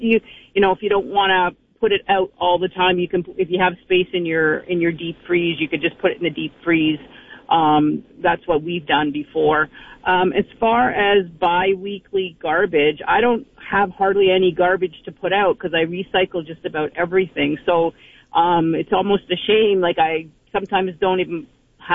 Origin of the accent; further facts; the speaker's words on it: Brampton, Ontario, Canada; now in Windsor, Canada; I'm originally from Brampton, and Brampton has been doing this for, like, I don't know, 20, 30 years. And so when I first came to Windsor in 2001